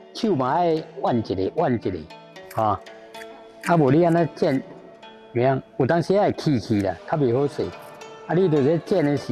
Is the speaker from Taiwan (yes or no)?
yes; Taiwan; accent: Taiwanese Mandarin; 我讲台湾国语啦，台湾国语啦，国语不标准啦，台湾语。